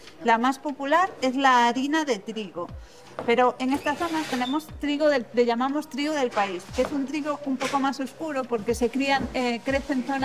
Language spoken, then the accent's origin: Spanish; Sarria, Galicia, Spain; la quinta generación de la panadería Pallares, que llevamos 150 años en Sarria